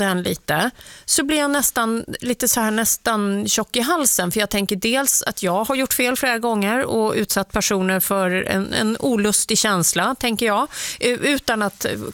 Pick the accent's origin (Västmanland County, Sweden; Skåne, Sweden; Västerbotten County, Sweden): Skåne, Sweden; säger att jag är från Skåne